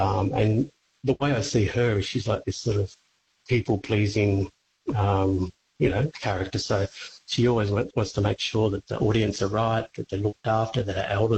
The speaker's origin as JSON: {"language": "English", "town": "Cummeragunja", "region": "New South Wales", "country": "Australia", "said": "I'm a Yorta Yorta man from Cumbergunja. Some people know where that is. It's south central New South Wales on the border near Echuca, Moaba."}